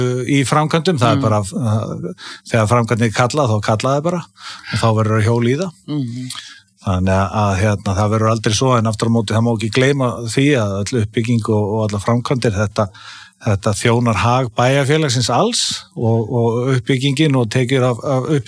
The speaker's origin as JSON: {"language": "Icelandic", "town": "Sandgerði", "region": "Southern Peninsula", "country": "Iceland", "tie": "born or raised there", "said": "Ég fættur uppalinn hérna á Íslandi og borum hann búsettur í Sangeri bara nær allt mitt líf"}